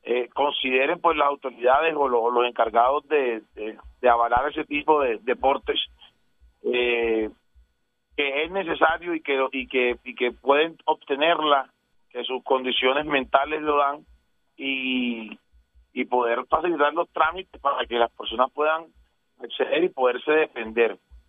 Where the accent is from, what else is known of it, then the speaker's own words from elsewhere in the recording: Magangué, Bolívar, Colombia; moved away; also born or lived in Barranquilla; como bolivarense, yo soy bolivarense, nacido y criado en Marangué, Bolívar, y pues viví gran parte de mi vida en Barranquilla.